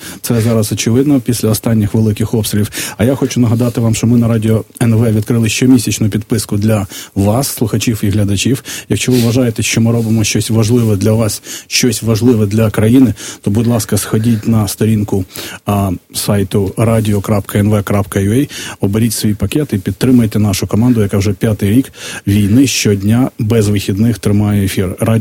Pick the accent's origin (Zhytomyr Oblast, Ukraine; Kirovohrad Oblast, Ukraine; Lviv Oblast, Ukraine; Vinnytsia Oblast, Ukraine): Vinnytsia Oblast, Ukraine; Vinnytsia; я ж виріс у Вінниці